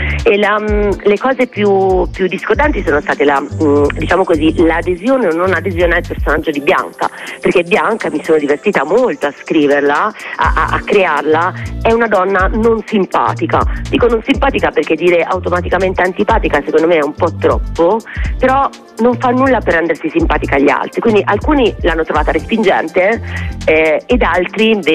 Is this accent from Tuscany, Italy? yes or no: yes; Tuscany, Italy; accent: not proper Tuscan; il mio accento non è toscano buono, però io sono, secondo me, nel guardare le cose molto toscana